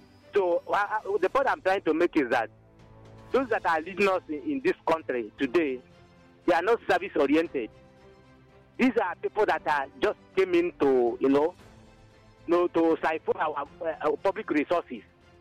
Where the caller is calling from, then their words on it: Nkumuro, Ebonyi, Nigeria; Yes, I am reaching you from Nkumuro, which is in Inyaba Development Center of Ebonyi State.